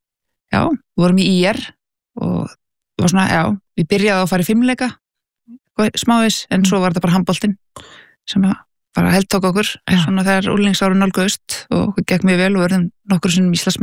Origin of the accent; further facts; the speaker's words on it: Reykjavík, Capital Region, Iceland; Ég hérna, er uppalinn í Bökkunum í Breiðholti, frábær staður.